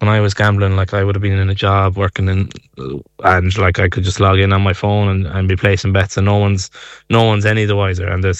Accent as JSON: {"language": "English", "town": "Galway", "region": "Connacht", "country": "Ireland", "said": "I'm from Galway City in Knocknacara there myself."}